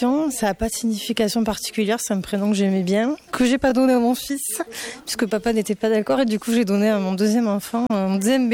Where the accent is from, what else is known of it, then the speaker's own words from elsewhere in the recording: Argelès-Gazost, Occitanie, France; moi, déjà, personnellement, j'habite pas loin. Enfin, je suis d'Argelès.